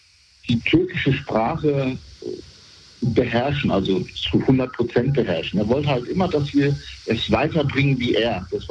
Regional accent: Germany; born there; Also ich bin mit 2 Jahren nach Deutschland gekommen, konnte kein Wort Deutsch.

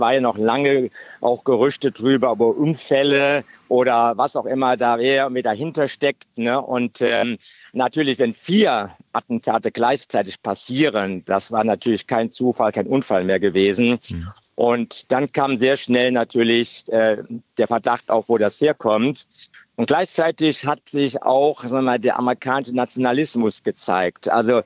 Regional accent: Germany; moved away as an adult; also born or lived in California, United States / southeastern US; Als Deutsche war man natürlich immer noch ganz anders im Ansehen

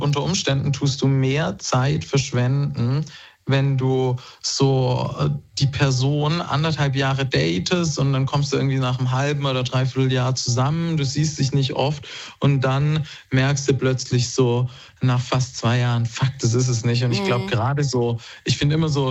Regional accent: Stuttgart, Baden-Württemberg, Germany; Ich aus dem Schwabenländle natürlich, aus Stuttgart.

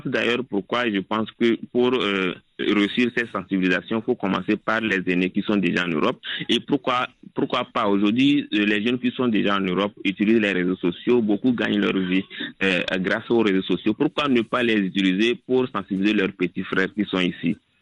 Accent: Togo; now in Ziguinchor, Senegal

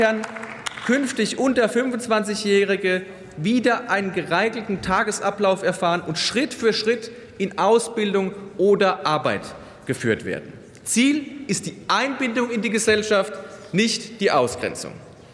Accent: Pirmasens, Rhineland-Palatinate, Germany; Auch deshalb bin ich stolz auf meine Heimatstadt Pirmasens und unseren Oberbürgermeister Markus Zwick.

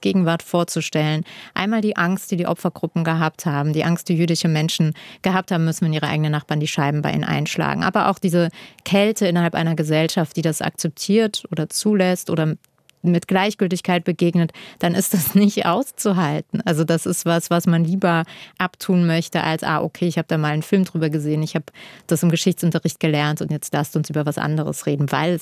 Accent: Germany; born there; ich bin in Deutschland geboren, meine Eltern haben in Deutschland Schutz bekommen als politische Verfolgte.

